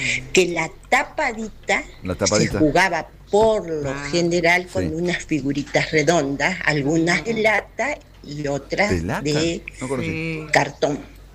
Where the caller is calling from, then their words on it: San Agustín, Argentina; de San Agustín.